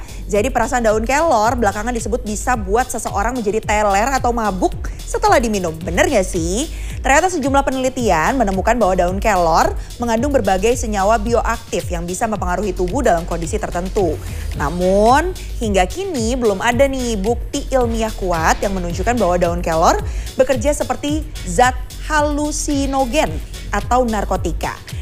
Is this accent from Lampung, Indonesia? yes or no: yes; Lampung, Indonesia; Ada juga Els Coffee, ini asalnya dari kampung saya, salah satu jaringan kedai kopi paling terkenal di Lampung.